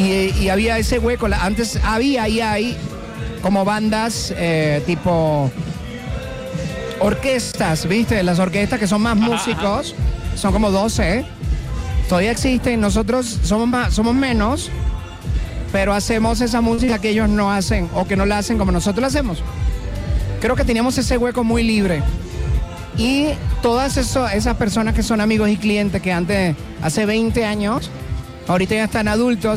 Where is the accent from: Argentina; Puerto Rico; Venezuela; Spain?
Venezuela; moved away as an adult; now in Querétaro, Mexico; yo soy originario de Venezuela. Ya tengo 20 y pico de años aquí. Ajá. En Querétaro. Bueno, en México, en Querétaro tenía 18 años.